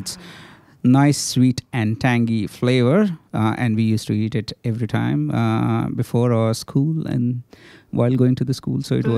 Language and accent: English; India; now in Australia; we were in India and we are here.